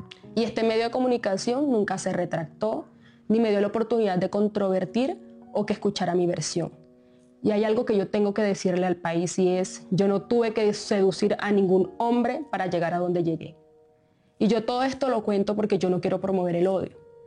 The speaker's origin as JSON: {"language": "Spanish", "town": "Agustín Codazzi", "region": "Cesar", "country": "Colombia", "tie": "born or raised there", "said": "Yo soy una pelada de 24 años. Nací en Codazzi, en el Cesar, y hasta fui reina del carnaval de mi pueblo, Paquería. Amo el vallenato y la salsa, para mí compiten. Mi mamá es sucreña"}